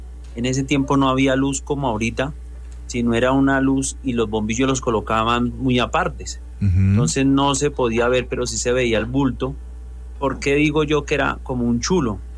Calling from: Bogotá, Colombia; Desde aquí, desde Bogotá.

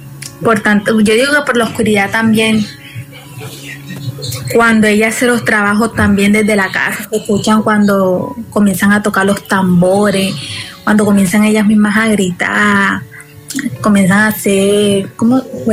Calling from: Barranquilla, Atlántico, Colombia; De Barranquilla.

